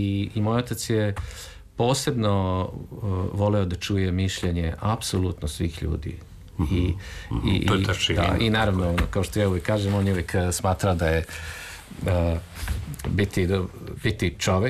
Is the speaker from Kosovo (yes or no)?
no; Belgrade, Serbia; ja sam rođen u Beogradu i prvi dom je bio na Slaviji, a onda smo se kasnije preselili u Bulevar Revolucije, tadašnji Bulevar Kralja Aleksandra.